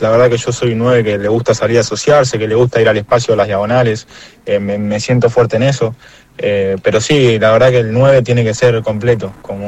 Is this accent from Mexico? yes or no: no; Avellaneda, Buenos Aires Province, Argentina; Yo soy de acá, de Avellaneda